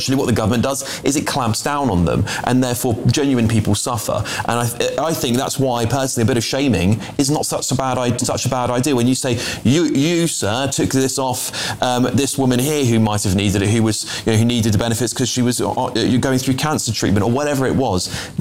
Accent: United Kingdom; it sort of goes against the spirit of being British, doesn't it? We're all collectively being asked to do things

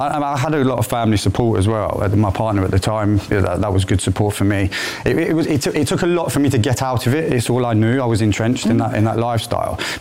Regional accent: Nottingham, East Midlands, United Kingdom; So I'm from Nottingham originally. So it was a lot of it was gang related in where I was living, the areas that I was living, the estate of people that I was around.

